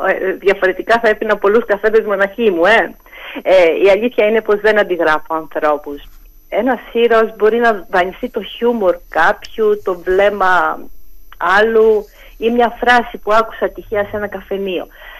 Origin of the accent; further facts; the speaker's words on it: Crete, Greece; Εγώ κατάγομαι από την Αρμάχα, ένα μικρό χωριό λίγα χιλιόμετρα έξω από το Καστέλι, κοντά στο Γεράκι.